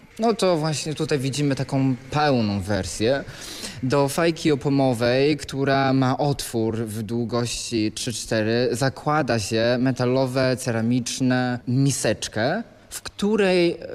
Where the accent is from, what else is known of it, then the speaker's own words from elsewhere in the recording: China; moved away; Pochodzę z Chin.